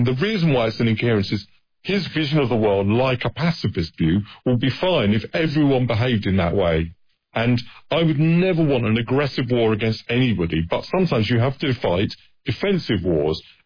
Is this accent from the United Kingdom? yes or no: yes; United Kingdom; accent: British; imitated my British accent as if I was Dick Van Dyke